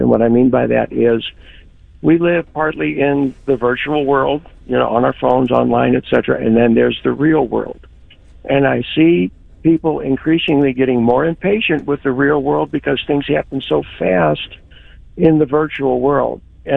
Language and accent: English; Blackjack, Missouri, United States; I grew up in North County, St. Louis, in a municipality called Blackjack.